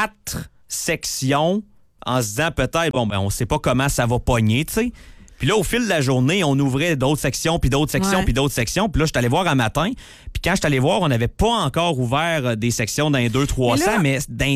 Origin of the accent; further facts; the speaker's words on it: Val-d'Or, Quebec, Canada; moved away; ma ville natale